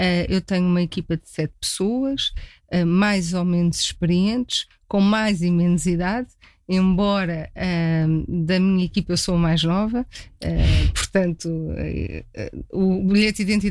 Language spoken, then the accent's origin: Portuguese; Queluz, Lisbon, Portugal; O gosto pela terra, pela minha terra, onde nasci e vivi toda a vida